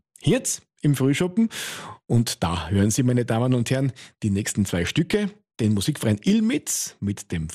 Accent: Burgenland, Austria; Unsere Sprache, unser Dialekt im Burgenland wird als das sogenannte Hirzische bezeichnet.

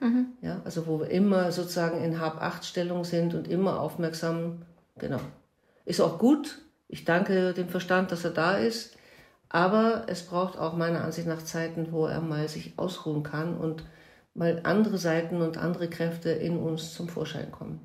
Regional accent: Hamburg, Germany; moved away as an adult; also born or lived in Vienna; now in Carinthia, Austria; Also ich bin gebürtige Hamburgerin, sieht man, hört man eh, sieht man wahrscheinlich auch. Und war 31 Jahre in Wien und bin jetzt seit 5 Jahren in Kärnten

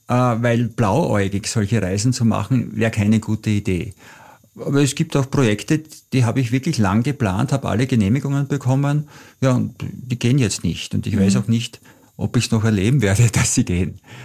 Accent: Austria; Ich komme aus Austria. No kangaroos, but Arnold Schwarzenegger.

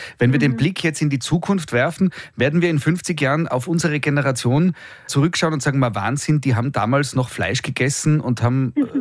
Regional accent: Tyrol, Austria; Kommen verpackt als Hamburger bei uns in Tirol wieder an und ja, man beißt ohne schlechtes Gewissen rein.

